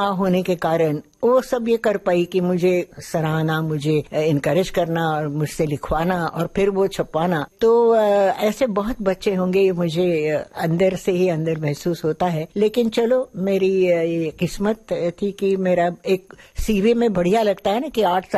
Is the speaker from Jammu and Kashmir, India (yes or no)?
no; Lucknow, Uttar Pradesh, India; born there; اور اس لیے لکھنؤ میں میری پیدائش لکھنؤ کی ہے.